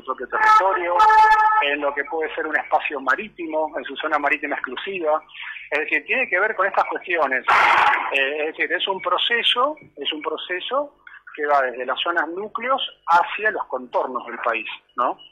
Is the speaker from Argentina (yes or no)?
yes; Argentina; parte de la tarea que tenemos que hacer como argentinos es aprender a cuidar lo nuestro